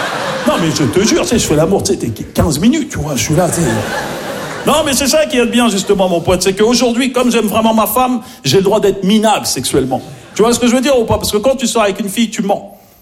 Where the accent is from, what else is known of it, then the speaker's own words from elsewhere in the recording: Maisons-Alfort, Île-de-France, France; j'ai grandi à Maison Alfort, en plus, tu vois, dans le 9K